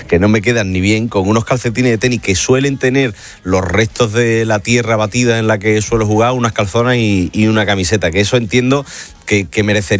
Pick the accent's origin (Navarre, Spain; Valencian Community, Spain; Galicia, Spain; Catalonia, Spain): Navarre, Spain; Tudela; Es buena verdura tiene Tudela, mi tierra.